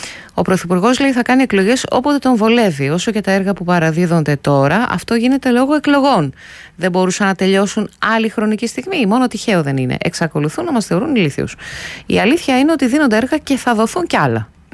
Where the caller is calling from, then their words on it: Kallithea, Attica, Greece; από την Καλλιθέα.